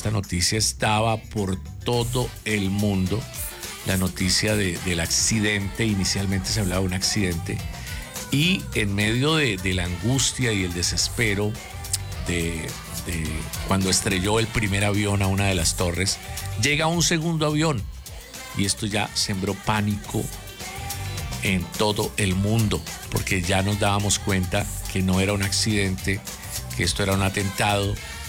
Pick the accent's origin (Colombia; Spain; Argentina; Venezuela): Colombia; la invitación para que todos los bumangueses y como buenos colombianos nos unamos más fuertes que nunca.